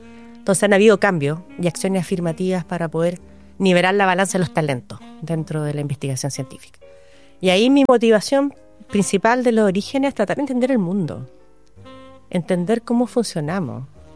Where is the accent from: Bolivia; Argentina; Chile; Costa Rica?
Chile; Viña del Mar, Valparaíso; also born or lived in Villa Alemana; O sea, perdón, nací en Viña del Mar. Estuve parte de mi vida en Viña del Mar